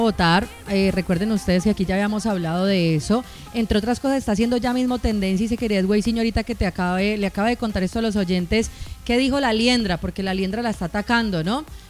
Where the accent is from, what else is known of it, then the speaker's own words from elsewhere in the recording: Colombia; gobiernan nuestro país.